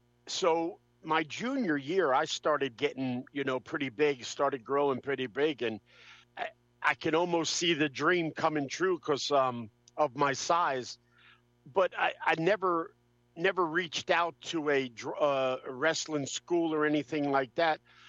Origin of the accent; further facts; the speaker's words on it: Ocean County, New Jersey, United States; Born and raised in New Jersey, Ocean County, New Jersey.